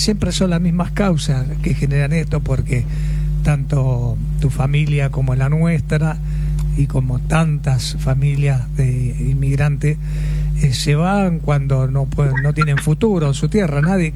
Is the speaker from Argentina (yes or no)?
yes; Argentina; Yo soy hijo también de italiano, pero puro argentino propio.